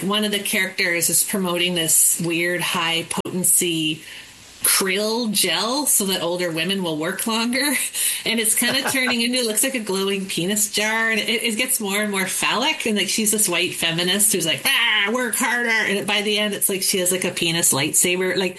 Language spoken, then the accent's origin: English; Kamloops, British Columbia, Canada; Because I love shitty metal, but I grew up in Kamloops.